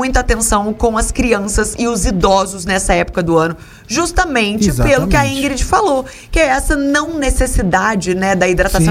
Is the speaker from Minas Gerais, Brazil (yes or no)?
yes; Minas Gerais, Brazil; now in Brasília, Brazil; Sou de uma região de Minas, onde na época do inverno chove bastante.